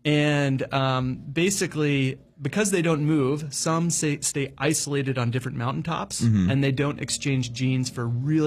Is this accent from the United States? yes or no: yes; North Carolina, United States; I'd spent my life growing up in the North Carolina mountains